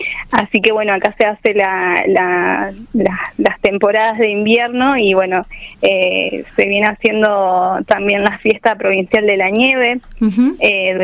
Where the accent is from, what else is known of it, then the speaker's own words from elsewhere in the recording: Río Turbio, Santa Cruz, Argentina; un orgullo para mí representar también mi pueblito, mi pueblo, mi ciudad